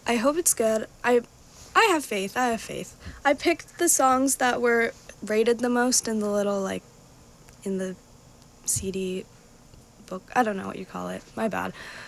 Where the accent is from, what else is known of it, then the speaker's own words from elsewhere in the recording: Seattle, Washington, United States; moved away as an adult; now in Minnesota, United States; I'm not from Minnesota originally, so I'm from Seattle.